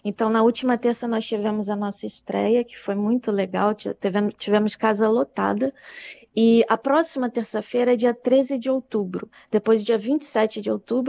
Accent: Rio de Janeiro, Brazil; also born or lived in São Paulo; Eu também sou do Rio.

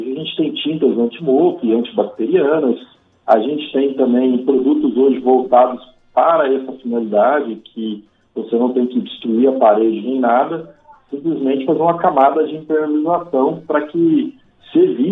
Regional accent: Goiás, Brazil; Eu sou aqui do estado de Goiás

